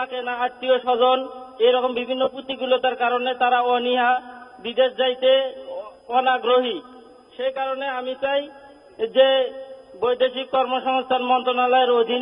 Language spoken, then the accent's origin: Bangla; North Bengal, Bangladesh; আমি উত্তরবঙ্গের মানুষ, আমরা একটু সবসময় অবহেলিত এলাকার মানুষ